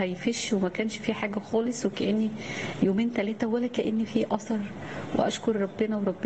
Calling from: Cairo, Cairo Governorate, Egypt; انا بنتك من القاهره عايزه احكي معجزتين حصلوا معايا من سنتين

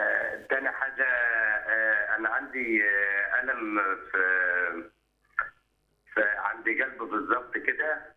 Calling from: Minya, Minya Governorate, Egypt; حنا بوشر من المنيا

